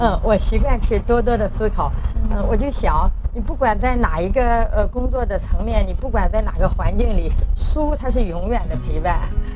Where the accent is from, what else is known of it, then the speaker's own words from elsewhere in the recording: Shandong, China; 我的家乡现在是刚刚桃花落，已经开始结果子了，到夏天就可以吃到几百种品种的蜜桃了。山东闻一那个地方是桃花烂漫的一个地方，